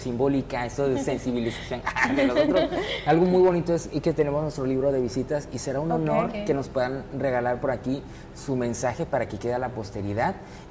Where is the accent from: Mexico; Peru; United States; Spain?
Mexico; en la forma en la que nos expresamos como latinos, como mexicanos, como colombianos